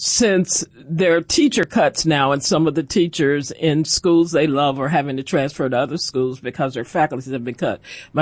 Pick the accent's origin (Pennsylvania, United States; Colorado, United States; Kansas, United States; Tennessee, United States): Tennessee, United States; Chattanooga; born there; which I navigate since I was born in Chattanooga.